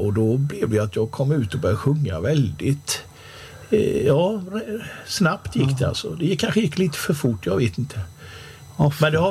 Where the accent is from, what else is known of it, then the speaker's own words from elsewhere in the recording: Jönköping, Jönköping County, Sweden; moved away as an adult; Det gjorde jag. Jag levde där till jag var 31 år ungefär.